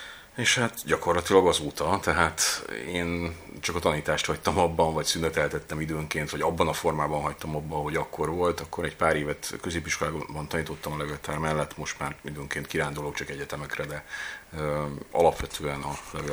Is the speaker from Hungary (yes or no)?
yes; Budapest, Hungary; born there; 1972-ben születtem Budapesten.